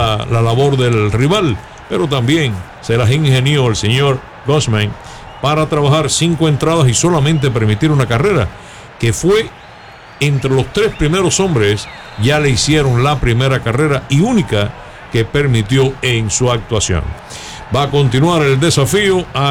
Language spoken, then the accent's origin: Spanish; Camajuaní, Villa Clara, Cuba; Yo soy de Camajuaní.